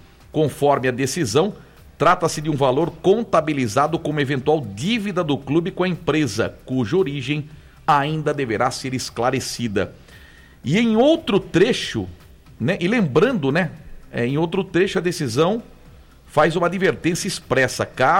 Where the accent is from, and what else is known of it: Brazil